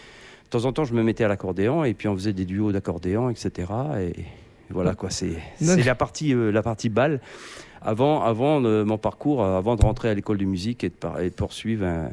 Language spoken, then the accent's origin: French; Nouméa, New Caledonia; born there; Je suis né à Nouméa.